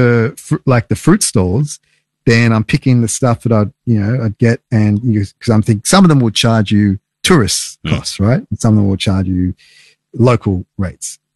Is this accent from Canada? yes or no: no; Australia; I started saying, you know, I'm from Australia and that, and they'd be like, oh, Australia.